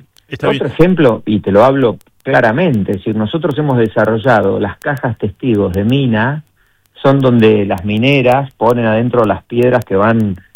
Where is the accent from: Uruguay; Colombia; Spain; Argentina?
Argentina; no dejamos de ser argentinos, somos argentinos